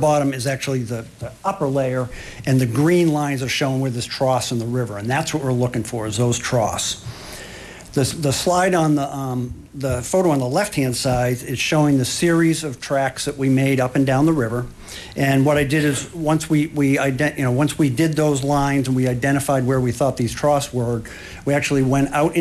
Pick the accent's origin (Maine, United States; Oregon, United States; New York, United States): Maine, United States; Casco; I'm from Casco, Maine.